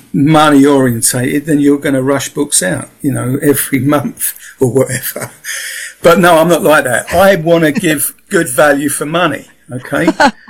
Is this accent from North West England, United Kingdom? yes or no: no; Peckham, London, United Kingdom; so I was brought up in Southeast London, Peckham